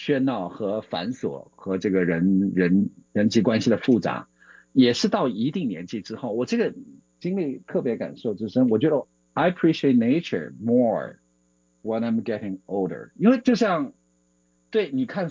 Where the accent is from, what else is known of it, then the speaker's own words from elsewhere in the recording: Wuhan, Hubei, China; now in Seattle, United States; 因为我是在城市里长大的孩子哈，从小呢在武汉生活长大，就在武昌，然后呢一直就觉得我是个 city boy